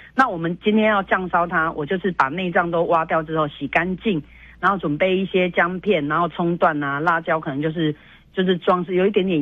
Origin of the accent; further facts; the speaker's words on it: Tainan, Taiwan; 因为我台南人比较喜欢吃甜。